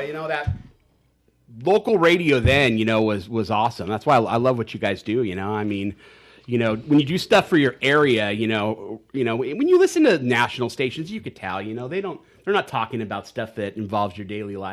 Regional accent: Santa Maria, California, United States; born there; I was born in Santa Maria, up in you know, Central California. But I have no memory of it up there.

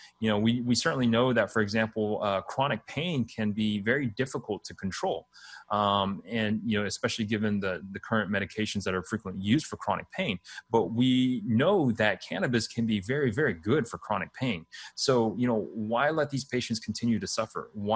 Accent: Texas, United States; because I was born and raised in Texas. And so, you know, cannabis has, you know, been heavily stigmatized in Texas.

